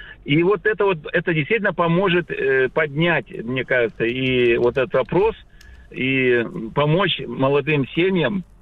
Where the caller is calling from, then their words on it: Sakhalin Oblast, Russia; Я с Сахалина. Здравствуйте.